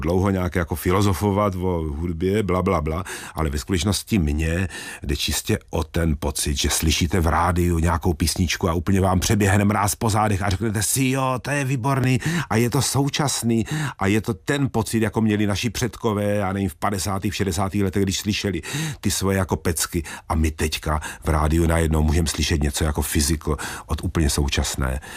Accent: Brno, South Moravian Region, Czechia; Jsem teda z Brna, ale těch brněnských strašidel z různých důvodů je málo, zatímco těch pražských je spousta.

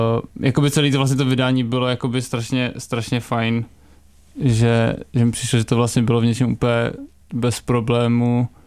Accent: Plzeň, Plzeň Region, Czechia; přišlo nám to vlastně i takový fajn, jako tak nějak trošku symbolický, že jsme z Plzně, že se vydáme.

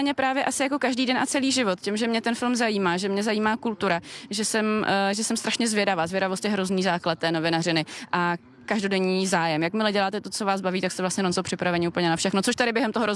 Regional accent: Zlín, Zlín Region, Czechia; Holka ze Zlína dokonce, takže já jsem moc ráda, že jsem tady o tomhle mohla mluvit ve svém rodném městě.

